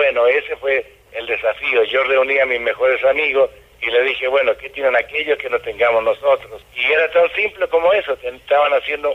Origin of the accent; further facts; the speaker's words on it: San Carlos, Ñuble, Chile; moved away; yo nací en San Carlos, Chile, en la provincia de Ñuble.